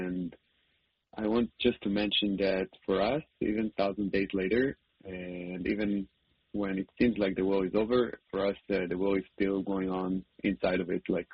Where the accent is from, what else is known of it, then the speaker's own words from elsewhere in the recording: Holon, Tel Aviv District, Israel; Holon, my hometown.